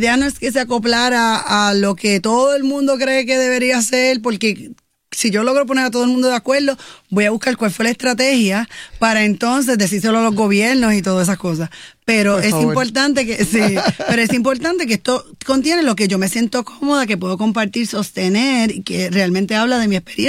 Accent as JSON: {"language": "Spanish", "country": "Puerto Rico", "said": "Y somos boricuas y los absolutos nos encantan, porque siempre pasa esto, porque nunca pasa esto."}